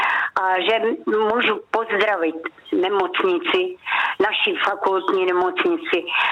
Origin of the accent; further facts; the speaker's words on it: Hradec Králové, Hradec Králové Region, Czechia; born there; v Hradci jsem se narodila a v Hradci si umří